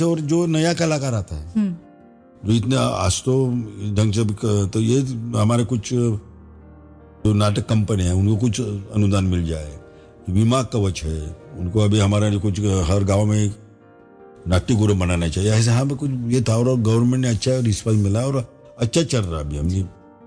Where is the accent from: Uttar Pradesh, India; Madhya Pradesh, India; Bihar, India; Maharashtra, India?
Maharashtra, India; हमारे महाराष्ट्र में है